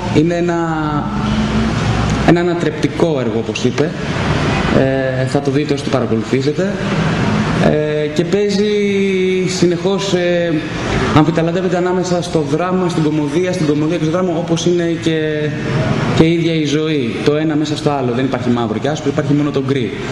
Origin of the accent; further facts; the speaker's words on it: Kallimasia, North Aegean, Greece; επιστρέφω στον τόπο που μεγάλωσα, γιατί στην Καλλιμασιά δεν έχω απλά καταγωγή, απλά μεγάλωσα, πήγα σχολείο εκεί, δημοτικό, γυμνέα, σολίκη, οπότε νιώθω Καλλιμασιώτης, είμαι Καλλιμασιώτης